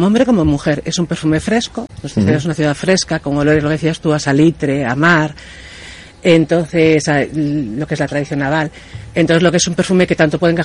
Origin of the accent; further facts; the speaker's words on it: Ferrol, Galicia, Spain; Somos de Ferrol todos.